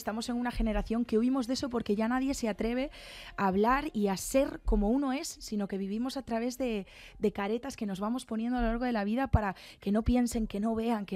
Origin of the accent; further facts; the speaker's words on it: Pontedeume, Galicia, Spain; Ponte de Eume es mi pueblo.